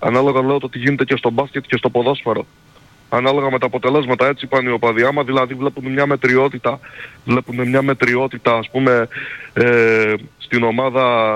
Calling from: Kalamaria, Central Macedonia, Greece; από Καλαμαριά

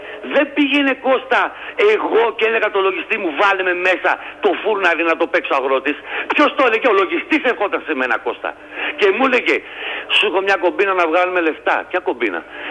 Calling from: Greece; εμείς σαν Έλληνες δεν είμαστε ρε παιδί μου αυτοί που είμαστε, είμαστε χάλια πολίτες

